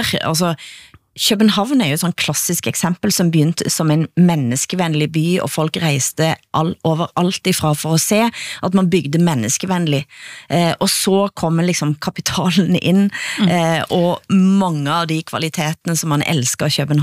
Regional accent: Norway; Men jag måste bara inrömma att för mig som norsk så får jag helt panik av hur flott det är.

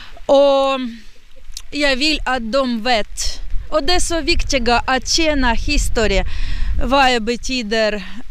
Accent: Kharkiv, Kharkiv Oblast, Ukraine; Swedish is a second language; moved away as an adult; now in Pargas, Finland; jag är från Charkiv

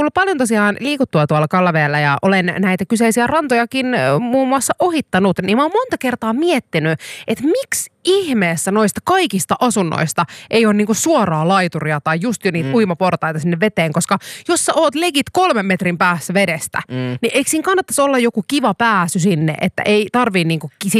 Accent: Kuopio, North Savo, Finland; koska olen Kuopiosta kotoisin, niin isälläni on vene.

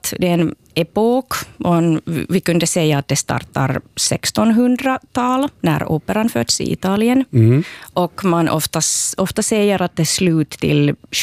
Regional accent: Lahti, Päijät-Häme, Finland; Och jag kommer från Lahtis och i Lahtis barockmusiken har varit lite marginaliserad.

